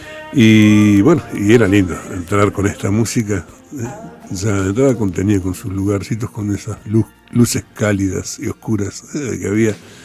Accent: Comodoro Rivadavia, Chubut, Argentina; moved away; En mi adolescencia, en Comodoro Rivadavia

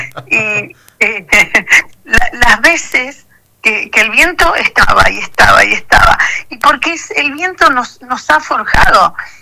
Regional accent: Patagonia, Argentina; nosotros somos patagónicos, y hay algo que nos da identidad. Y eso por ahí que como somos una región joven con respecto a las provincias del norte

